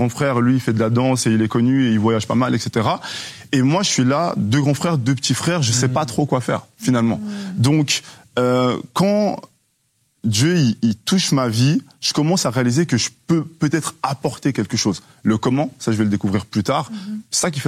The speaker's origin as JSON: {"language": "French", "country": "Switzerland", "said": "Donc, une fois, je viens de la Suisse, un pays que j'aime énormément"}